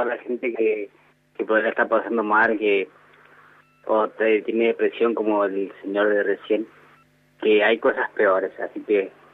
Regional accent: Formosa, Argentina

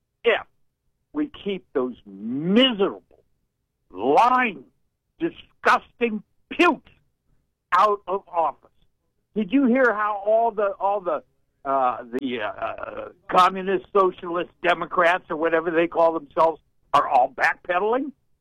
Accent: Akron, Ohio, United States; You got a point there, but still, I'm from Akron. Only football player I acknowledge from Akron, Ohio is James Harrison.

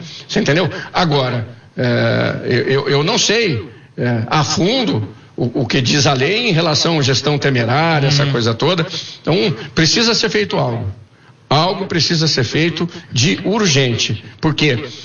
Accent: Campinas, São Paulo, Brazil; Eu como campineiro tenho 61 anos

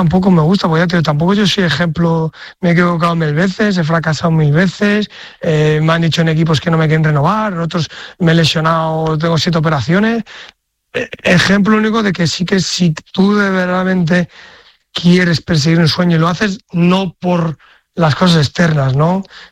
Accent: León, Castile and León, Spain; como buen Cazurro Leonés

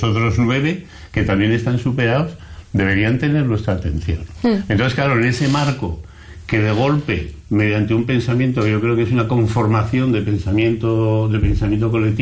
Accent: Aragon, Spain; Yo vengo de Aragón, he estado muchos años he vivido muchos años en Aragón

